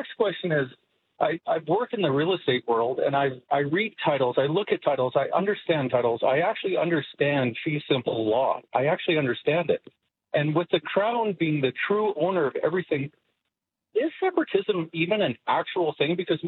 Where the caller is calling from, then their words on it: Lethbridge, Alberta, Canada; So I'm from Lethbridge